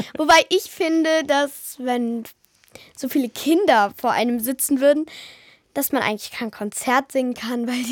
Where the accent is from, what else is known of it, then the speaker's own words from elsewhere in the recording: Munich, Bavaria, Germany; Ich komme aus München